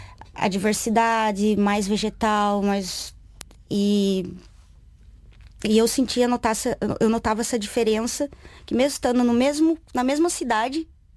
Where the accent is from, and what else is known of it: Paraná, Brazil; born or raised there